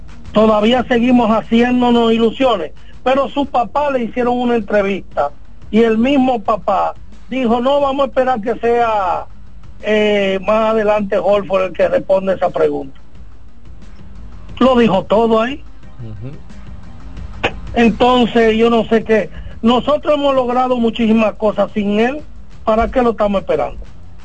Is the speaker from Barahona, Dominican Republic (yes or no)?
no; Santiago, Dominican Republic; nosotros como dominicanos, incluyo que soy dominicano, aquí de Santiago